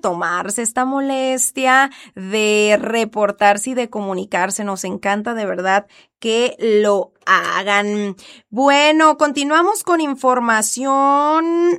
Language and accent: Spanish; Mexico; como buenos mexicanos, luego traemos todo ahí